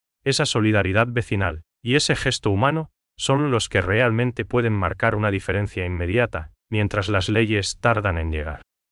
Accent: Paraguay; esa empatía que nos une como paraguayos

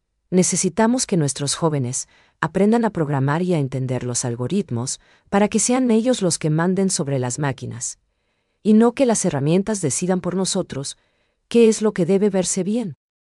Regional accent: Paraguay

